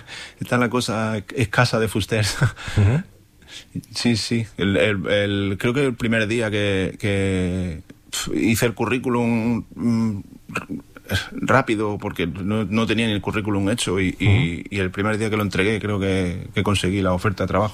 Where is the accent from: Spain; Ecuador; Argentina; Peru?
Spain; Málaga, Andalusia; moved away as an adult; Sí, dejé el trabajo en Málaga, vengo de Málaga, mi hija está allí, y tengo una hija con 11 años. Y me vine a vivir aquí con mi pareja